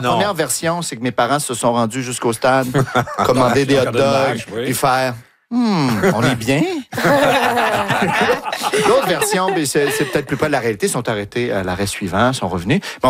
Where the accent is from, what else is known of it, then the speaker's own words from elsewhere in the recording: Quebec City, Quebec, Canada; Moi, je viens de Québec, en fait.